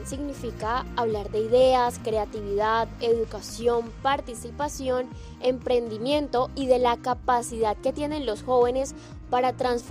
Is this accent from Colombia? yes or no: yes; Colombia; como colombianos nosotros nos hemos destacado por ser muy calurosos, muy solidarios, muy amables y muy fraternos